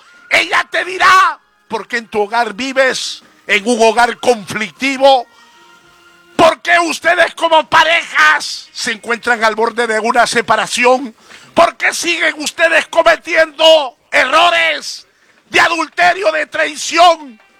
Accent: Mexico; dime que soy un fanfarrón, un mexicano mentiroso

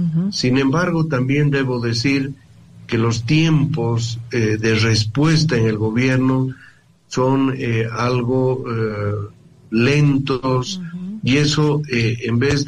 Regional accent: Bolivia; now in La Paz, Bolivia; estamos atravesando como bolivianos un periodo difícil

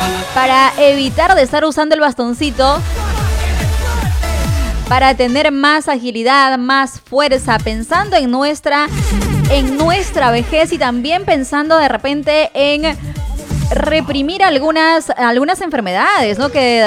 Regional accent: Peru

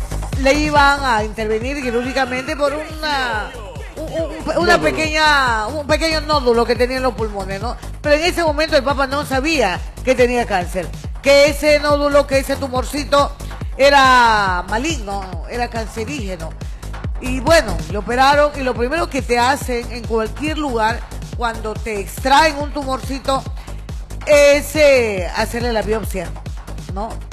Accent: Peru

